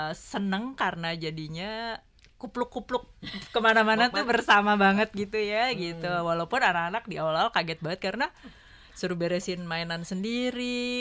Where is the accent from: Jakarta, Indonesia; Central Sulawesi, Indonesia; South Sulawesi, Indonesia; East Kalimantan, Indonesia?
Jakarta, Indonesia; moved away as an adult; now in Australia; karena lahir dan besar di Jakarta, aku dan A, jadi keluarga dan keluarga besar semua di Jakarta.